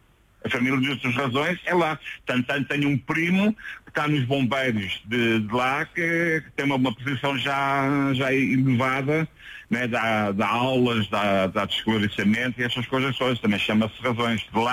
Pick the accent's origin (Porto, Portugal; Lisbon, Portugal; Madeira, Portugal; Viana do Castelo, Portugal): Lisbon, Portugal; Queluz; born there; o meu irmão nasceu em Lisboa, só é que nasci em Queluz.